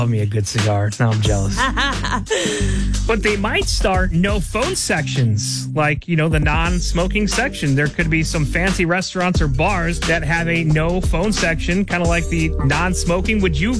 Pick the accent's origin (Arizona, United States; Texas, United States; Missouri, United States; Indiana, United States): Indiana, United States; Griffith; I love my hometown of Griffith, Indiana. It's about 30 minutes southeast of Chicago.